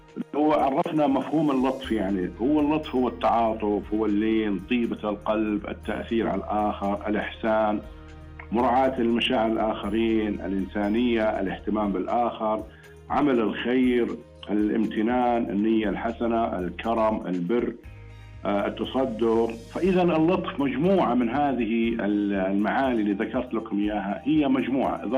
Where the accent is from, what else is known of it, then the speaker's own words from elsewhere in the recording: Turkey; أو أنا أحب أقدم لك أي خدمة لأني أنا كتركي